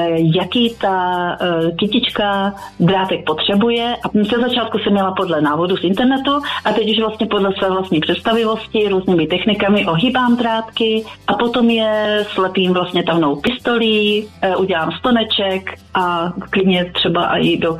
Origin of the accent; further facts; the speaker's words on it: Jeseník, Olomouc Region, Czechia; now in Prague, Czechia; Já jsem z Prahy, teda původem jsem z Moravy, v Jeseníku, ale teď bydlím už dlouho v Praze, v Košířích.